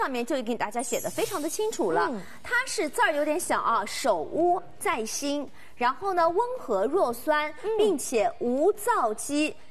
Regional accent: Shanghai, China

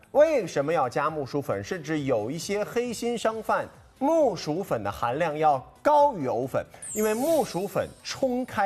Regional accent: Hangzhou, Zhejiang, China; 我作为一个杭州人，我都没有看到过这么便宜

